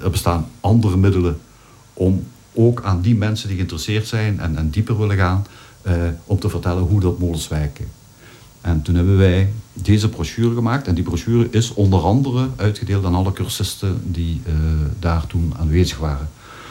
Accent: Limburg, Belgium; Wij komen uit de Maasland.

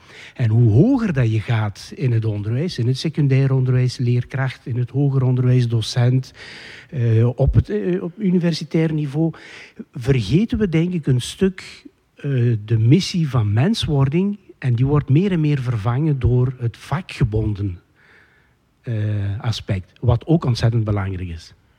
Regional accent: Heusden-Zolder, Flanders, Belgium; ik ben zelf afkomstig van Heusden-Zolder tegen Koerselaan.

